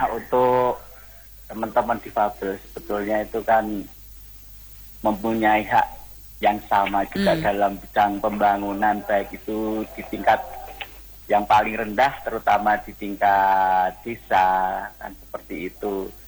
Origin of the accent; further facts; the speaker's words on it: Trimulyo, Indonesia; karena paguyuban disabilitas Trimulyo itu kan kami dari desa Trimulyo, sebetulnya seperti itu Mbak.